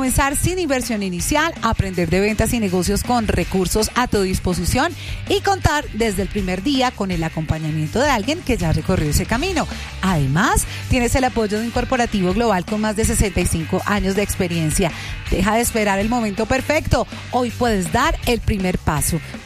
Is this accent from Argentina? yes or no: no; Bogotá, Colombia; Hoy en día es una realidad que hoy de verdad como bogotanos nos llena de mucho orgullo.